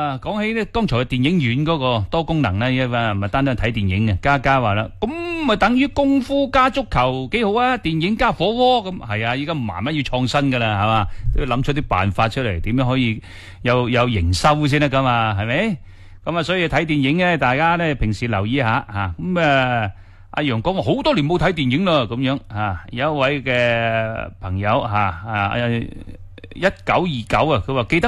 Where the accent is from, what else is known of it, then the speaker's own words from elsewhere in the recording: Guangdong, China; 我哋广东人煲汤最中意嘅